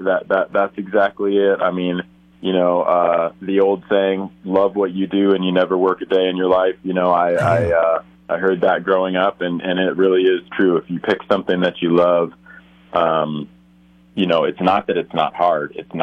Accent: Los Osos, California, United States; Growing up in Los Osos

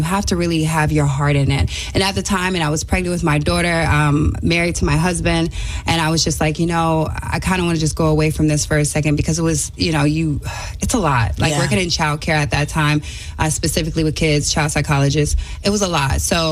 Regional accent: Vero Beach, Florida, United States; I'm from Vero Beach, Florida, and it's where the Dodgers used to spring train at.

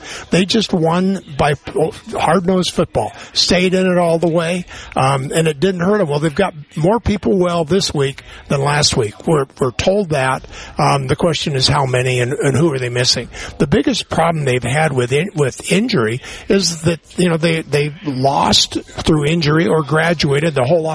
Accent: Idaho, United States; I'm from Idaho. My parents would roll over in their graves if I missed this.

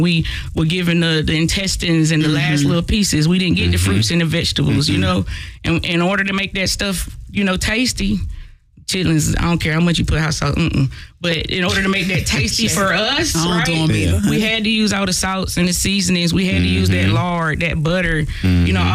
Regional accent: Winston-Salem, North Carolina, United States; So I'm born and raised in Winston

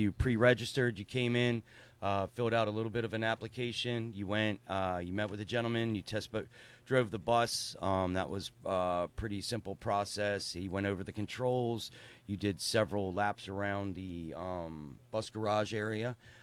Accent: Martinsburg, West Virginia, United States; I am from Martinsburg, West Virginia.

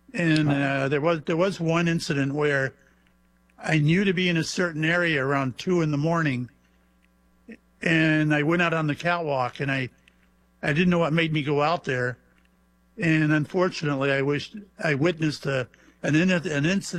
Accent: Mayport, Florida, United States; I was on the Shangri-La out of my hometown of Mayport.

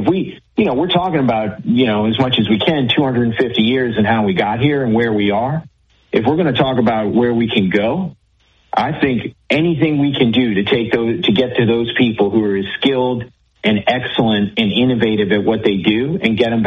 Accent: Louisiana, United States; I do believe we are special and different because we're from Louisiana, right?

